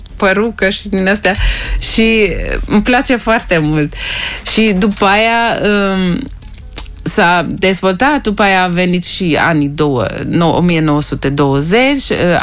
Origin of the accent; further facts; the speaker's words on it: Germany; also born or lived in Timișoara, Romania; am crescut mai mult în Germania, că eu am plecat când aveam 5 ani.